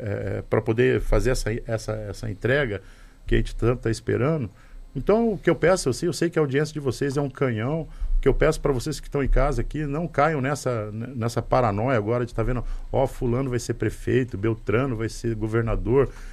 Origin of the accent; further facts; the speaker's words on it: Santa Catarina, Brazil; Eu amo, sou patriota, sou brasileiro